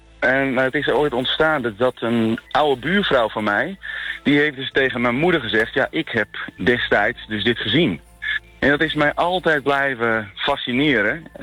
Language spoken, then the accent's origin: Dutch; Friesland, Netherlands; Ja, het is fascinerend Bert, want ik ben zelf Fries en het zijn allemaal nuchtere Friezen.